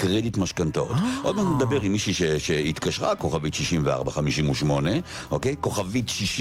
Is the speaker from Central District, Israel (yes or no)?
no; Jaffa, Tel Aviv District, Israel; הרי אחותי ואני נולדנו ביפו, זה הבית שלנו, שם גדלנו, זאת הילדות.